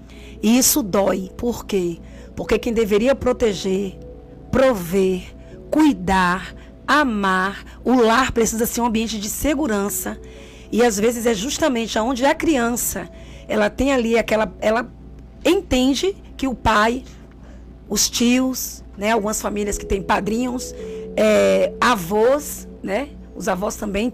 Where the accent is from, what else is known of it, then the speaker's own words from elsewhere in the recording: Feira de Santana, Bahia, Brazil; born there; also born or lived in Salvador; Nós que somos baianos, soteropolitanos, eu nasci em Feira de Santana, e a minha família toda ali de Salvador, Feira de Santana, Juazeiro.